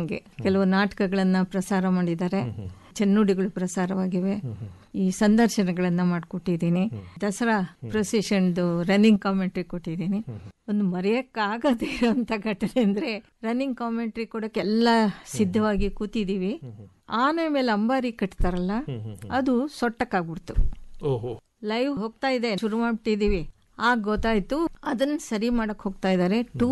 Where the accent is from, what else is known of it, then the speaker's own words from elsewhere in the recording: Shivamogga, Karnataka, India; moved away as an adult; also born or lived in Madhya Pradesh / Mysuru; ಬೆಳೆದಿದ್ದು ಪ್ರಾಥಮಿಕ ಶಿಕ್ಷಣ, ಮಾಧ್ಯಮಿಕ ಶಿಕ್ಷಣ, ಕಾಲೇಜು ಶಿಕ್ಷಣ ಎಲ್ಲ ಶಿವಮೊಗ್ಗದಲ್ಲಿ. ಪೋಸ್ಟ್ ಗ್ರಾಜುಯೇಷನ್ ಮಾಡಬೇಕಾದ್ರೆ ಮೈಸೂರಿಗೆ ಬರಬೇಕಾಗಿತ್ತು.